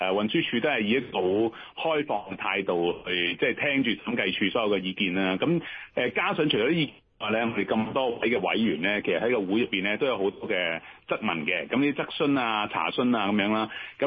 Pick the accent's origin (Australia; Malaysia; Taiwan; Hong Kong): Hong Kong; 我哋香港人